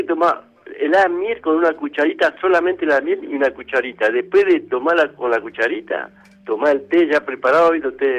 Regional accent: Corrientes, Argentina; moved away; Vos sabés que yo soy correntino, ¿no? Y en Corrientes tenía un vecino que tenía colmenares.

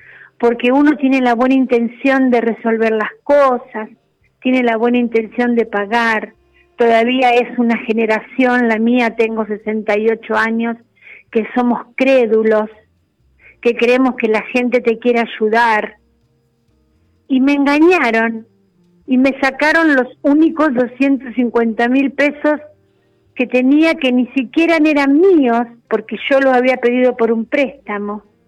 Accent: Mercedes, Buenos Aires Province, Argentina; Soy de Mercedes, Buenos Aires.

